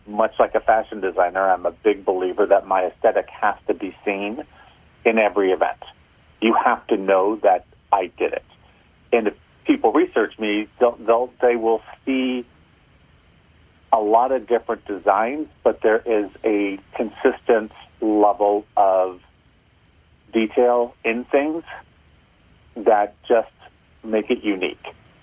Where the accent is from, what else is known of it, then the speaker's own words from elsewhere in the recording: San Francisco, California, United States; On paper, I grew up in San Francisco. On paper, born and raised San Francisco. I think I'm one of the last remaining seven.